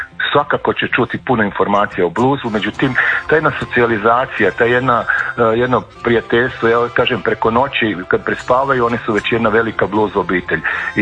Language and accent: Croatian; Jasenovac, Sisak-Moslavina County, Croatia; born there; Ja moram reći da sam rođen u Jasenovcu i pa sam onda vuko stalno na Posav